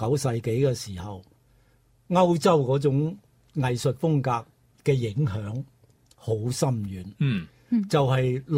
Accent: Guangzhou, Guangdong, China; accent: Cantonese (Guangzhou); 我哋广州话就汁兜啦，装汁嘅兜啦，

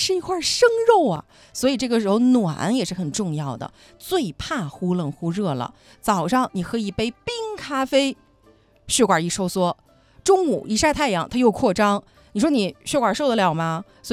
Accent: China

